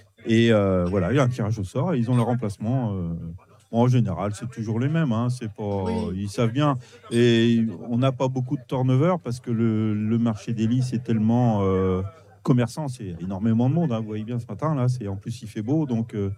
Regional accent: Brittany, France; Sauf que je suis breton, moi, hein, j'ai un sale caractère.

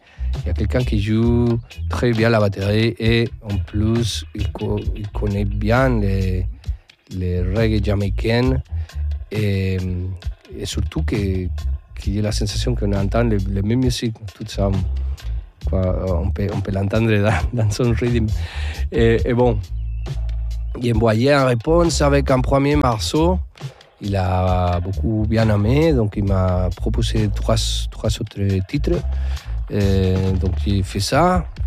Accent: Santander, Cantabria, Spain; French is a second language; moved away as an adult; also born or lived in Madrid; now in southern France; J'étais né en Espagne, dans le nord de l'Espagne. Il s'appelle Santander Cantabria. Voilà, et maintenant j'habite dans le, au sud de la France. Et voilà, j'ai grandi en Espagne.

